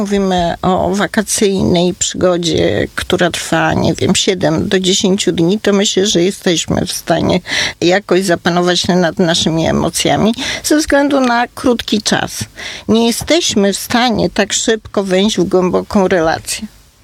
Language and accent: Polish; Warsaw, Masovian Voivodeship, Poland; na przykład ja jestem z Warszawy